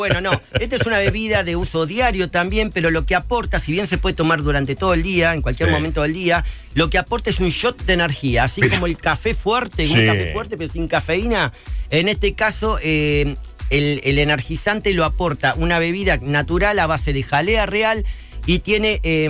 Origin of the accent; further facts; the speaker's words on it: La Plata, Buenos Aires Province, Argentina; Soy de La Plata